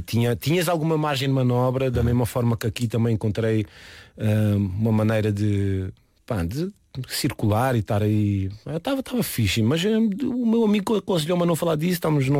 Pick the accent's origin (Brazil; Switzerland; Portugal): Switzerland; moved away; a cidade onde eu cresci, a cidade é uma região, ou a região com mais imigrantes por habitante. Ou seja, o que eu carrego em mim da Suíça é o multiculturalismo. Eu cresci e mudei muitas vezes de escola, tive sempre em turmas de 20, 25 alunos com umas 15 nacionalidades diferentes.